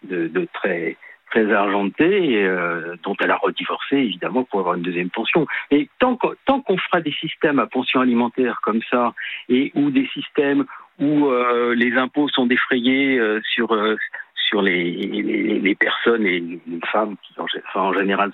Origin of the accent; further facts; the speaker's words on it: Paris, Île-de-France, France; quand j'étais gamin, à Paris, je prenais le métro tout seul, j'avais 10 ans